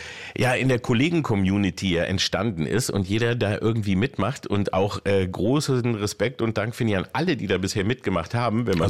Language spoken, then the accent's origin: German; Peine, Lower Saxony, Germany; ich bin in Peine aufgewachsen